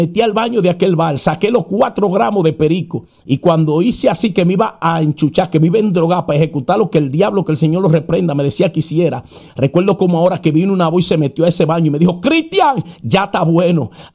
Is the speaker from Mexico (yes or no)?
no; Dominican Republic; en mi país, en República Dominicana